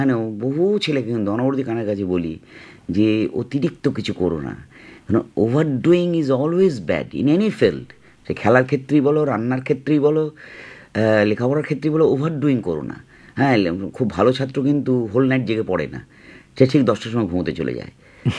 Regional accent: India; সে এখন আমি ভারতীয় লোক

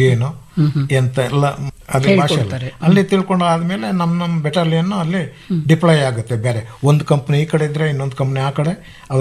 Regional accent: Kodagu, Karnataka, India; born or raised there

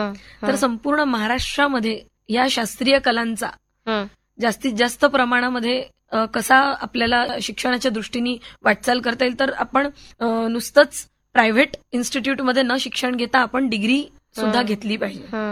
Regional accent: Nagpur, Maharashtra, India; मी नागपूरची आहे

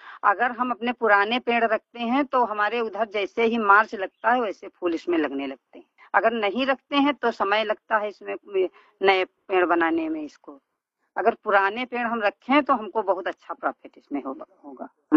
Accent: Dhineni, Uttar Pradesh, India; मैं ग्राम पंचायत धिनेनी से हूँ। मेरा जिला सीतापुर, ब्लॉक बिसवा।

